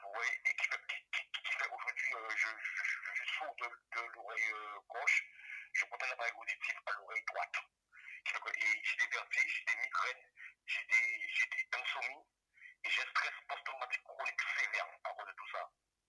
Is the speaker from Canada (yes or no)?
no; Guadeloupe, France; moved away; moi, je suis un Guadeloupéen, et j'ai le mental, et la force de tenir malgré tout. Même si c'est dur, mais je sais qu'un jour, tout ça va se terminer, et puis je rentrerai chez moi en Guadeloupe